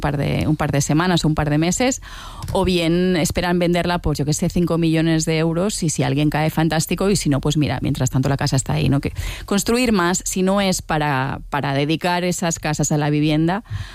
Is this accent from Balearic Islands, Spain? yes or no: yes; Balearic Islands, Spain; now in Barcelona, Spain; Y de dónde soy. Yo si soy mallorquina, si soy barcelonesa, siempre le he estado dando vueltas a esto.